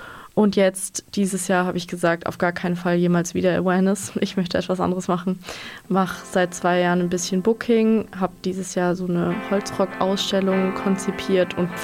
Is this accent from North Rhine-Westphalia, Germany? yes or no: no; Lörrach, Baden-Württemberg, Germany; also born or lived in Freiburg; weil ich bin aus Lörrach und kannte das Kaffee-Irrlicht nicht wirklich